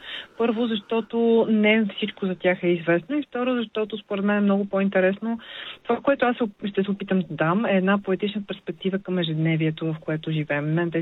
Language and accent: Bulgarian; Sofia, Sofia City, Bulgaria; аз съм израснала в София